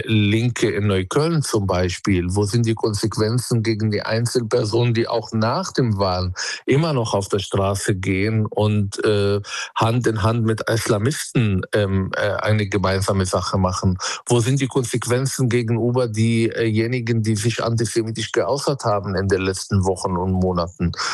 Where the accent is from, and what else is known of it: Palestine